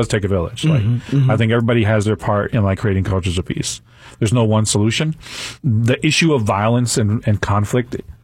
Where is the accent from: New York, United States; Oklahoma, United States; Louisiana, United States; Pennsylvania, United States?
New York, United States; New York City; moved away as an adult; now in Charlotte, United States; I think I'm originally from New York City.